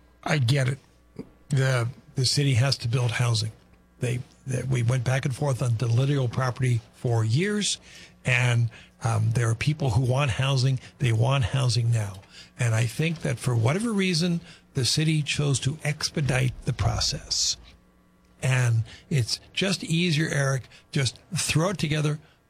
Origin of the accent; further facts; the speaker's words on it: Chicago, Illinois, United States; But I grew up in Chicago. I grew up in Mayor Richard Daley's Chicago.